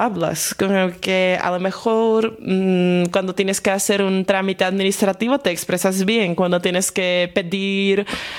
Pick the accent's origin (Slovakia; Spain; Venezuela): Slovakia; first language Slovak; Spanish is a second language; porque en eslovaco, por ejemplo, yo por eso tengo el acento bastante marcado, porque nosotros ponemos el acento siempre en la primera sílaba de la palabra. En español es completamente diferente